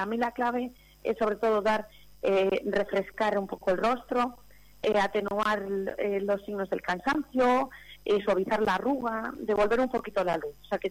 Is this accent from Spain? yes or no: yes; Llodio, Basque Country, Spain; Yo soy del Audio de toda la vida, aquí está mi familia, aquí están todos mis amigos, aquí está mi gente.